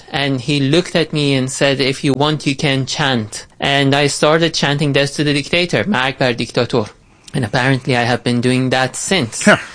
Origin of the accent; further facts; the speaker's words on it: Iran; I was born and raised in the country in 1990.